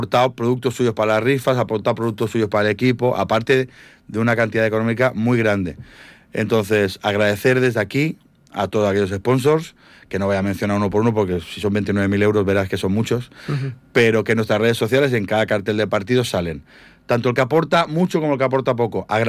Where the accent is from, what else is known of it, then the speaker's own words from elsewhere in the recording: Calafell, Catalonia, Spain; Pero es que yo soy de Calafell de toda la vida.